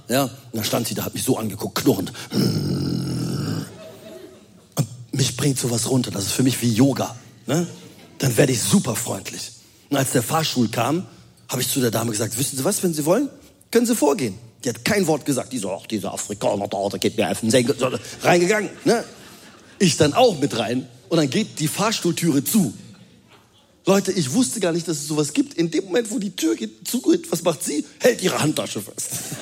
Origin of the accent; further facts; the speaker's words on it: Rhineland, Germany; Was ich ja liebe, ne? Als Rheinländer. Der Rheinländer, der bleibt ruhig.